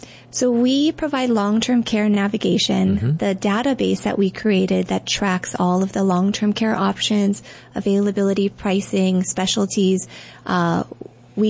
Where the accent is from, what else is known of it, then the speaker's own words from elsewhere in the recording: Kaneohe, Hawaii, United States; I am proud to say that I'm from Kaneohe, Windward Side